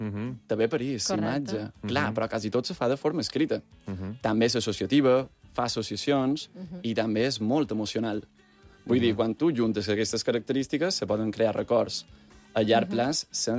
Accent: Palma, Balearic Islands, Spain; nosaltres som mallorquins. Jo sóc d'aquí de Palma

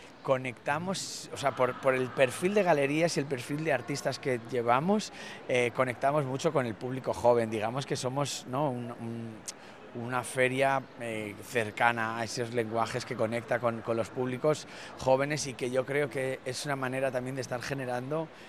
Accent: Madrid, Community of Madrid, Spain; Soy de Madrid, de Madrid.

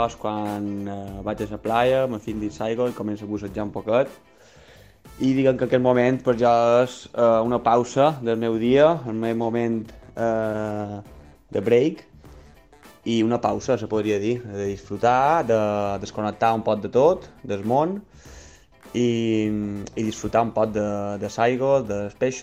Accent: Palma, Balearic Islands, Spain; soc de Can Pastilla, aquí a Palma

